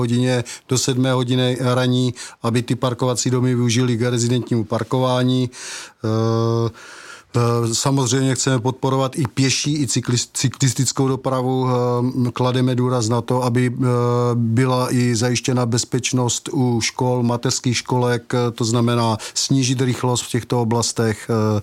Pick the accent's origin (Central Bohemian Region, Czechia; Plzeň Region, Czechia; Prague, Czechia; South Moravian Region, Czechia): South Moravian Region, Czechia; Brno; jsem ze Starého Brna